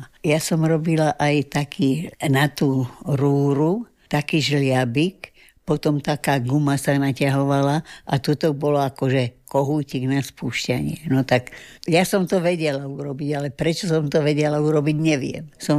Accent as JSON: {"language": "Slovak", "region": "Zlín Region", "country": "Czechia", "lives_now": "Slovakia", "said": "Nepochádzame, pochádzam z Moravy, od Uherského Brodu."}